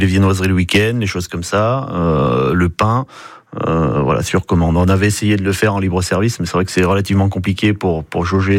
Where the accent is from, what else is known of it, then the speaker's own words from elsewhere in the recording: Joze, Auvergne-Rhône-Alpes, France; moi je suis du village à côté, mais je suis un enfant du pays, je suis de Josse.